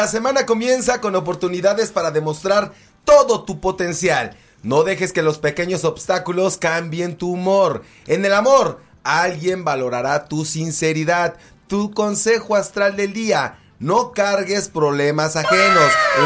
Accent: Cuautla, Morelos, Mexico; Yo soy de Cuautla, compadre.

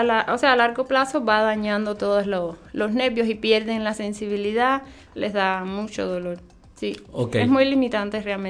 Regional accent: Cuba; moved away as an adult; now in Mexico; yo no soy mexicana, yo vengo de Cuba, estudié, o sea, estudié allá en Cuba la carrera, hice 2 años de medicina interna allá y acá hice una maestría, 2 años en ciencias de la nutrición.

